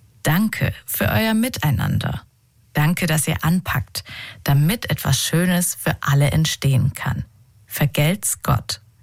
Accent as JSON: {"language": "German", "town": "Esslingen", "region": "Baden-Württemberg", "country": "Germany", "tie": "born or raised there", "said": "Besonders toll finde ich das Open-Air-Kino in meiner Heimatstadt Esslingen."}